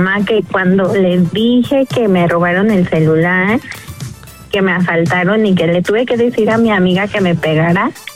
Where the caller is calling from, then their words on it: Mexico City, Mexico; De Coyoacán.